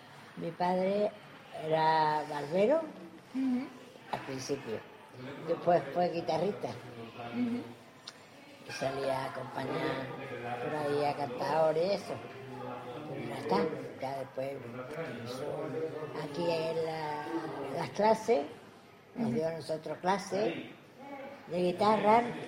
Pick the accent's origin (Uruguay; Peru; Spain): Spain; Seville, Andalusia; born there; nací en Sevilla en 1936.